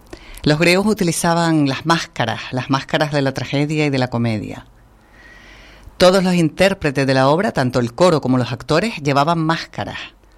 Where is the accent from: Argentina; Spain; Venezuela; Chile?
Spain; Las Palmas de Gran Canaria, Canary Islands